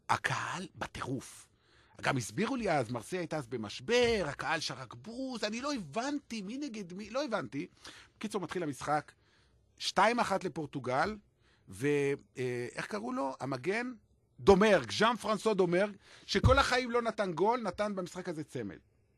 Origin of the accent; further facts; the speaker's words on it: Beersheba, Southern District, Israel; אני מבאר שבע